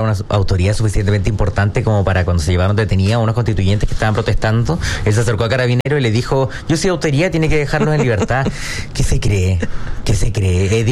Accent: Punta Arenas, Magallanes and Chilean Antarctica, Chile; moved away; de mi tierra de Punta Arenas

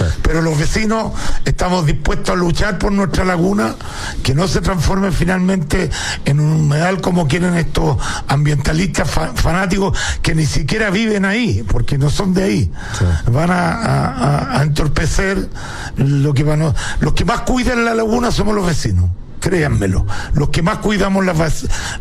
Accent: Aculeo, Santiago Metropolitan Region, Chile; nosotros, los que somos laguneros de Aculeo, donde se viven las fiestas patrias con mucha fuerza también

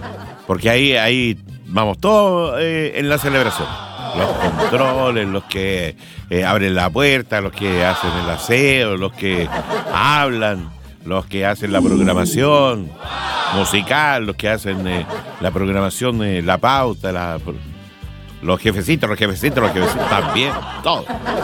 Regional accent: Padre Hurtado, Chile; ¿Somos o no somos solidarios los chilenos? Con todo ese ejemplo que nos dejó el padre Alberto Hurtado Cruchaga. Y ay, ¿verdad? Pues yo vivo cerca. Allá en mi tierra, ya vio ahí en Padre Alberto Hurtado.

